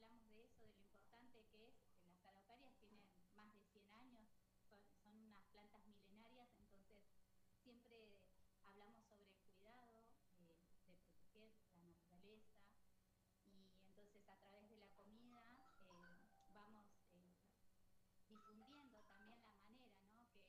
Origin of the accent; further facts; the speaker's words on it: Zapala, Neuquén, Argentina; Sí, yo soy de Zapala, nacida y criada acá en Zapala.